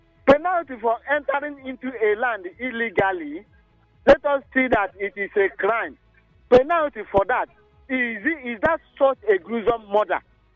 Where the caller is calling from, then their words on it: Oyibo, Rivers, Nigeria; I am calling from Oyibo.